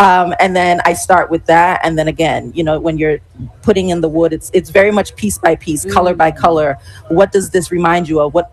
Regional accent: New York, United States; born or raised there; now in College Park, Maryland, United States

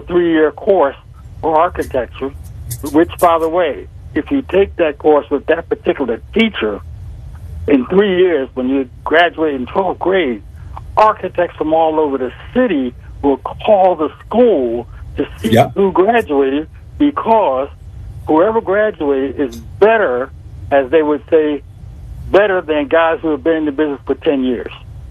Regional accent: Philadelphia, Pennsylvania, United States; I was born in North Philadelphia. Let's start with that. I was born at 29th and Diamond, and you know, I lived in that whole area.

